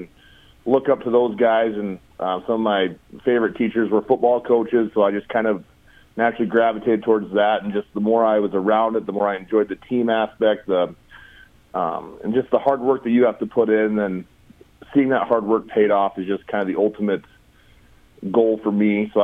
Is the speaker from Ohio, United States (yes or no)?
no; Jewell, Iowa, United States; moved away; I'm originally from Central Iowa, a little town called Jewell. Not many people know where it is, kind of this little dot on the map.